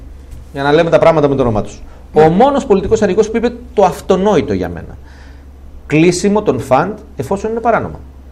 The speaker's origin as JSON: {"language": "Greek", "country": "Greece", "said": "εγώ που είμαι Έλληνας."}